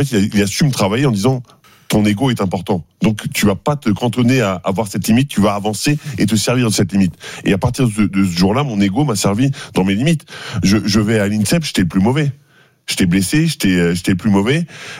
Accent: France

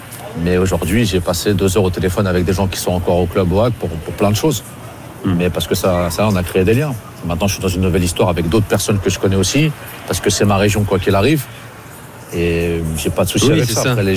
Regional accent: Normandy, France; Nous, on est des Hauts Normands et Caen est en Basse Normandie.

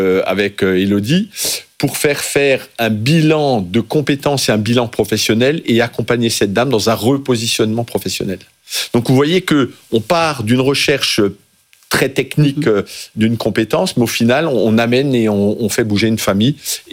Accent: Grand Est, France

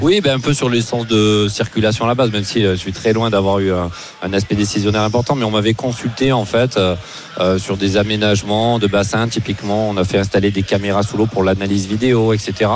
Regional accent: France; chez nous en France, à Paris.

